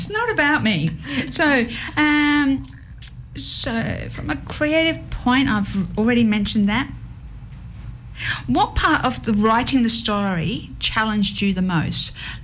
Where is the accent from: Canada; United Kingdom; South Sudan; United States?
United Kingdom; England; I'm English.